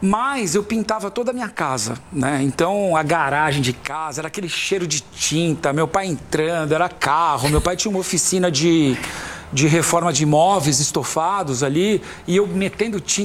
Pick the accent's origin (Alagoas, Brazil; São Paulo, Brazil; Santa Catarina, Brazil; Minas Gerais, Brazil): São Paulo, Brazil; Sem a cidade de São Paulo, sem a periferia onde eu nasci